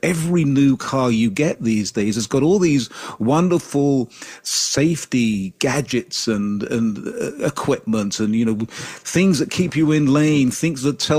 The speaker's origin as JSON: {"language": "English", "region": "London", "country": "United Kingdom", "tie": "born or raised there"}